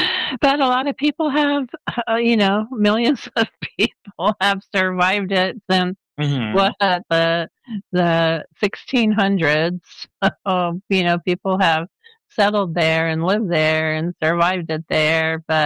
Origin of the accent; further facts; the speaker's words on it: Los Angeles, California, United States; I was born where if it got below 65, we put on a jacket. Mm-hmm. So I grew up in Los Angeles where we didn't really have extremes of temperatures that much.